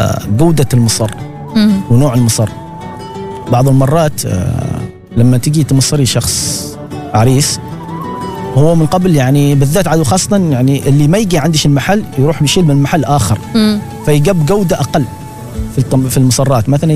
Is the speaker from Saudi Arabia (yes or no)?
no; Dhofar, Oman; نحن عندنا في محافظة الظفار